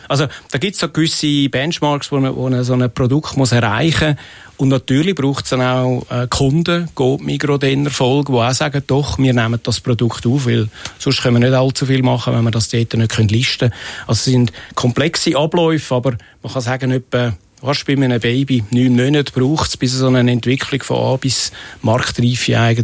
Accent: Zurich, Switzerland; Wir haben ja ganz ursprünglich die Chips dann auch in Hönk, wo ich aufgewachsen bin, produziert.

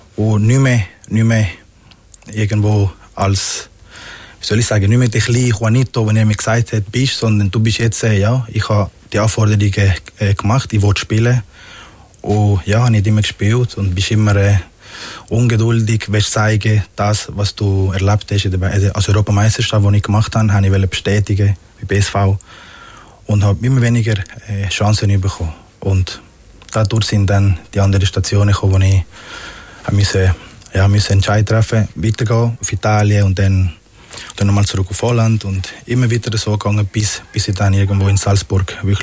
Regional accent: Magdalena, Colombia; born or raised there; now in Switzerland

